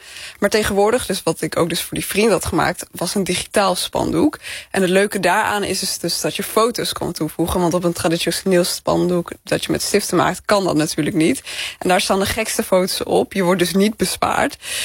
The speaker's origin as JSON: {"language": "Dutch", "region": "Gelderland", "country": "Netherlands", "moved": "as an adult", "said": "Nou, ik kom dus uit Achterhoek en ik studeer in de Randstad."}